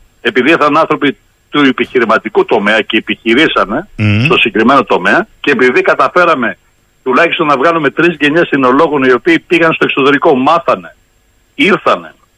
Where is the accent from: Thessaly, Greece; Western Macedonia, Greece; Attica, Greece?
Thessaly, Greece; born or raised there